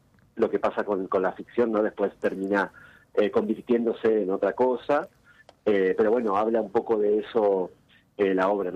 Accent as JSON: {"language": "Spanish", "town": "Gualeguay", "region": "Entre Ríos", "country": "Argentina", "said": "un festival en Gualeguay, que es de donde soy yo, en Entre Ríos."}